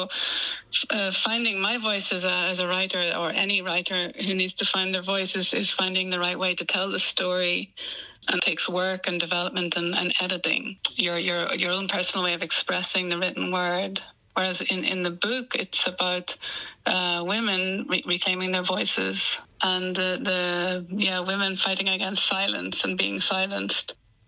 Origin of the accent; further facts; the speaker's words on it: Northern Ireland, United Kingdom; I am from County Tyrone. It's in the northwest.